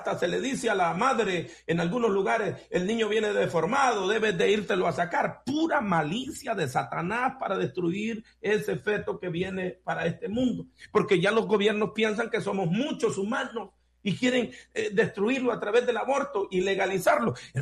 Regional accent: El Salvador; moved away; yo y hermano Pedro y yo somos salvadoreños

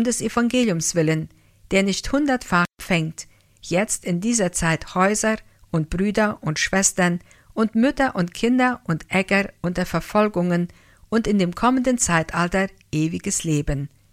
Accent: Pakistan; moved away; Eines Tages werde ich, so Gott will, nach Pakistan zurückkehren. Ich liebe meine Heimat

